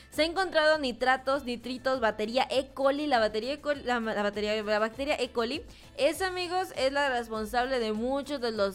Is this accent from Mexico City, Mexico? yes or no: no; Michoacán, Mexico; now in Zamora, Mexico; nosotros qué nos interesa si somos de Michoacán